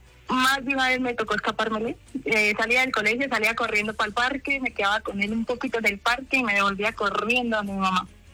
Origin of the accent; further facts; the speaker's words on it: Boyacá, Colombia; Pues, yo soy de Cama, Boyacá.